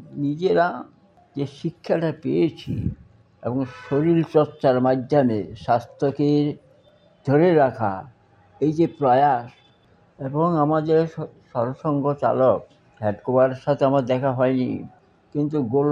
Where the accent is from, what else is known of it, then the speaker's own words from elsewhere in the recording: West Bengal, India; আমি বাঙালি শুধু